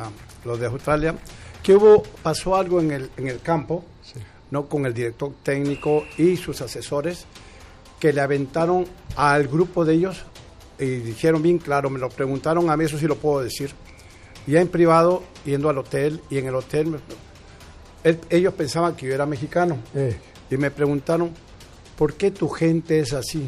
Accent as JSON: {"language": "Spanish", "country": "Peru", "said": "yo soy peruano."}